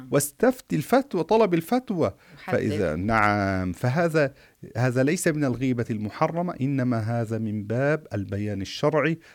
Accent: Egypt; حصل عندنا في مصر

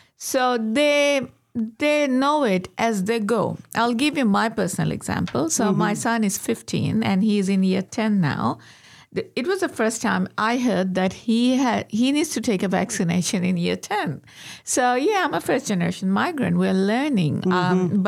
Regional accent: Bangladesh; now in Australia; I'm from Bangladesh.

